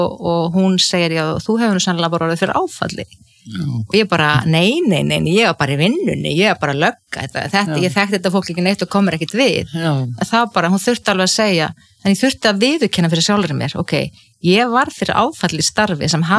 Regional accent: Ísafjörður, Westfjords, Iceland; ég óttaðist sjóin sem kannski líka tengist því að ég alveg upp á Ísafirði þar sem voru tíð sjósli svo menn drukknuðu

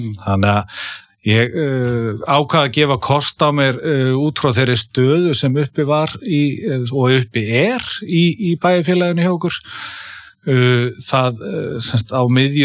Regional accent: Sandgerði, Southern Peninsula, Iceland; Ég fættur uppalinn hérna á Íslandi og búsettur í Sangeri bara nær allt mitt líf

